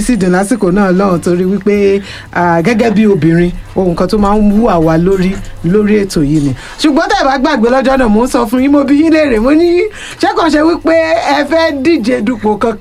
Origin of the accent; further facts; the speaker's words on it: Ibadan, Oyo, Nigeria; Ọ̀pọ̀lọpọ̀ yín lè máa rò wípé ọmọ Ìbàdàn ni mí o, ẹkùn àríwá ìlú Ìbàdàn òun ni mo sì ti wá.